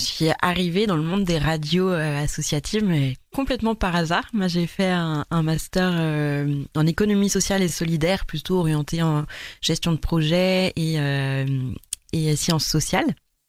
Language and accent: French; Provence-Alpes-Côte d'Azur, France; moved away; also born or lived in Mulhouse; Je viens du Var, du centre Var.